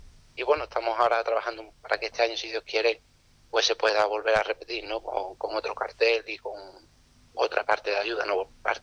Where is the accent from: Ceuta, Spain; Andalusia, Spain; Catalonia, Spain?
Andalusia, Spain; mandar un abrazo a todos los aficionados de la provincia de Cádiz, que es mi tierra, que es maravillosa, de la isla, de Chiclana y de toda aquella zona.